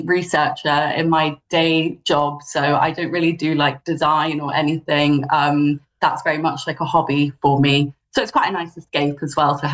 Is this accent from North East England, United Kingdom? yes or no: no; London, United Kingdom; Well, I grew up in London